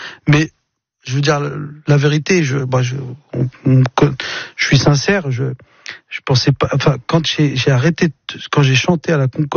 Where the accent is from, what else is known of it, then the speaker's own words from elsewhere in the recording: Mantes-la-Jolie, Île-de-France, France; Et tu te dis, je viens de Mantes-la-Jolie, d'un milieu ouvrier. On n'avait pas tous les codes, une sorte de réussite sociale.